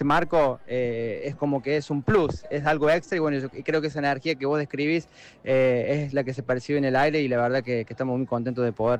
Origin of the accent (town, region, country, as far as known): Argentina